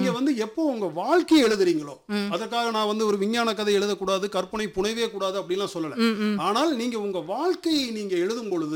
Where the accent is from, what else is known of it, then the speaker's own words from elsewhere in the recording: Palani, Tamil Nadu, India; also born or lived in Pollachi / Madurai; நான் என்னுடைய சொந்த ஊர் பழனி, பிறந்து வளர்ந்தது படித்தது எல்லாம்